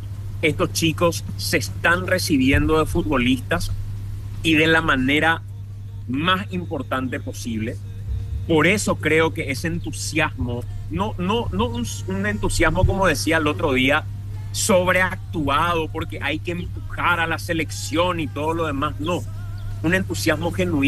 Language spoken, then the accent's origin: Spanish; Paraguay